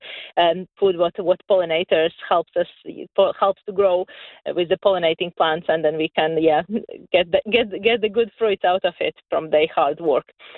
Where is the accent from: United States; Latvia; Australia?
Latvia; now in United Kingdom; I'm from Latvia, and my mom was a beekeeper. So I grew up with bees. And then when during pandemic, living here in UK